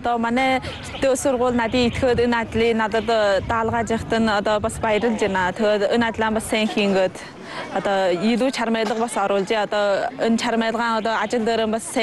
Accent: Hulunbuir, Inner Mongolia, China; Тэгээ Хүлэнбэр хотын өвөн хөшөөнэй шинхэн самар нутагтай.

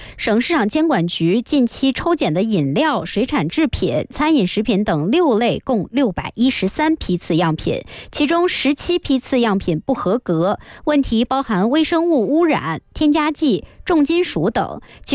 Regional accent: Northeast China, China; now in Guangdong, China; 就是回东北的时候我也会找开水来烫一下碗筷，但是其实我们老家是不用烫碗筷的。

